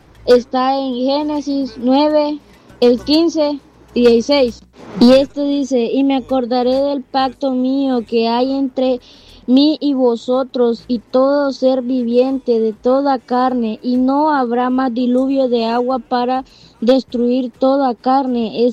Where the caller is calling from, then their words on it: Choloma, Cortés, Honduras; de aquí de la Fortaleza Choloma Cortés.